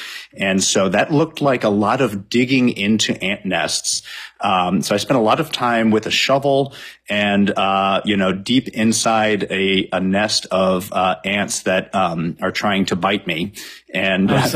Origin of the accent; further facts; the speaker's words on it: Champaign-Urbana, Illinois, United States; which I had that as a kid, you know, growing up in Champaign-Urbana.